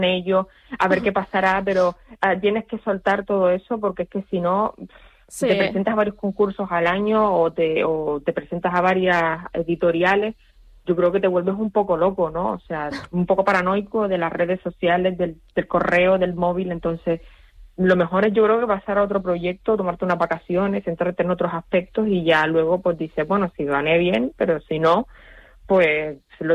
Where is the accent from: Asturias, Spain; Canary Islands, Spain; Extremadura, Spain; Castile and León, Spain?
Canary Islands, Spain; como buena canaria, buena española